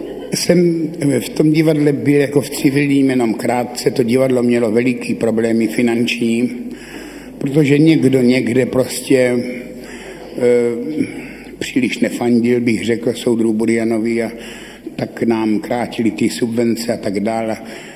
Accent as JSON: {"language": "Czech", "town": "Ivančice", "region": "South Moravian Region", "country": "Czechia", "tie": "born or raised there", "said": "U nás v Ivančících se nic takového nevyskytovalo."}